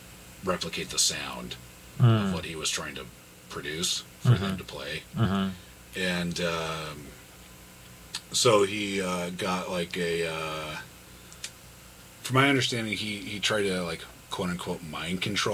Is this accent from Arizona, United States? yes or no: no; Ojai, California, United States; I'm from Ojai, California.